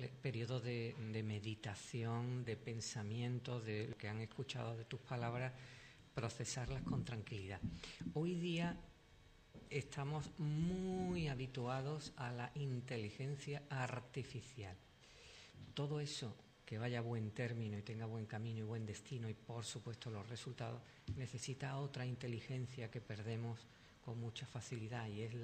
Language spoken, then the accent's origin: Spanish; Andalusia, Spain; siendo andaluz